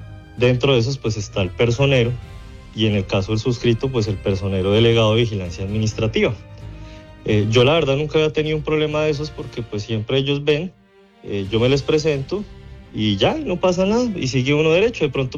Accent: Bogotá, Colombia; now in Ibagué, Colombia; yo no soy de Ibagué, yo soy de Bogotá. Yo llegué acá

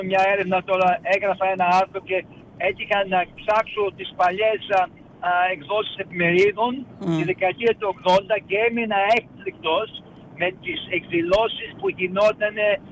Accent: Melbourne, Victoria, Australia; όπου έλεγα πως ήμουνα από Μελβούρνη, Αυστραλία, χαιρότανε

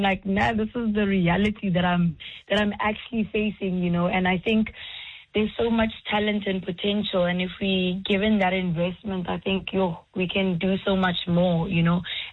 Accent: South Africa; the reality that we yes, face as a South African women's hockey team.

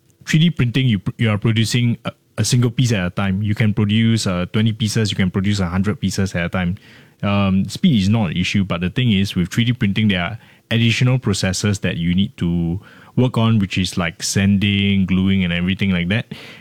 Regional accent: Singapore; But being Singaporean and being very pragmatic, I think sometimes art needs to take a back seat.

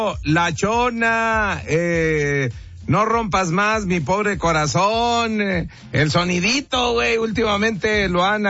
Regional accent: Mexico

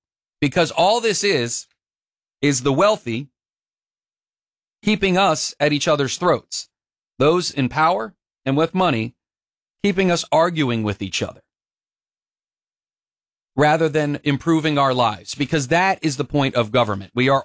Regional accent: United States

